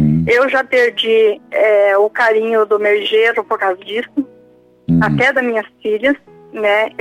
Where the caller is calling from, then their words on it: Brazil; Eu falo de algum lugar do Brasil.